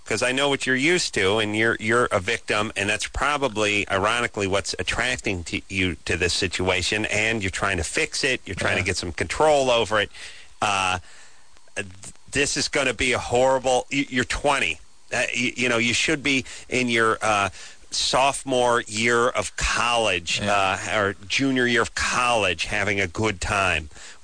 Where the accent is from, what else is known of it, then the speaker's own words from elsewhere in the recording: Los Angeles, California, United States; North Hollywood. That's my hometown.